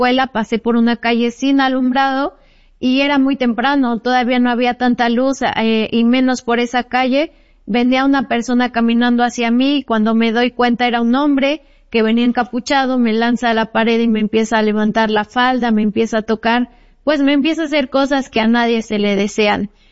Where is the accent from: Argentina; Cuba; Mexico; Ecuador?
Mexico; La Libertad, Puebla; porque soy de la Junta Auxiliar de la Libertad y muchas veces también me veían ahí corriendo en el parque, ahí en el Cuescomate